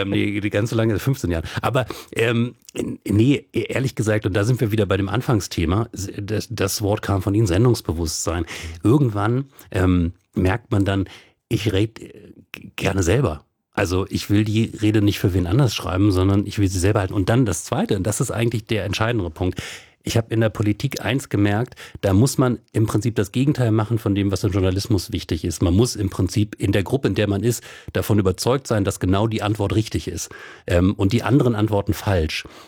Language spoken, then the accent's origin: German; Wolfsburg, Lower Saxony, Germany; als er noch Ministerpräsident von Niedersachsen war, von meinem Heimatland, und in meiner Heimatstadt Wolfsburg das Kunstmuseum eröffnen durfte.